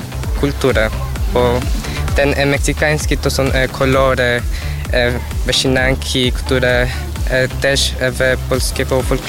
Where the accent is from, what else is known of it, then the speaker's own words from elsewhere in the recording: Colombia; Polish is a second language; moved away; Nie, ja jestem z Kolumbii, ale bardzo uwielbiam sztukę z Ameryki